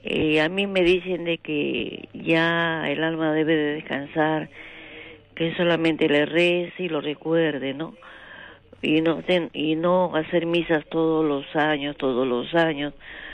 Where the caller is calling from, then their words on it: Callao, Peru; Aló, la Gloria, el Callao.